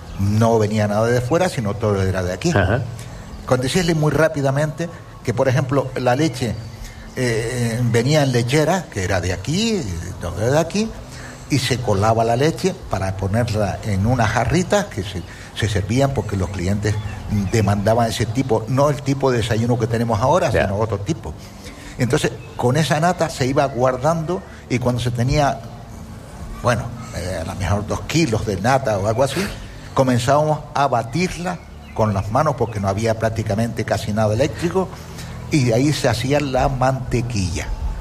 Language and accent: Spanish; Canary Islands, Spain; born there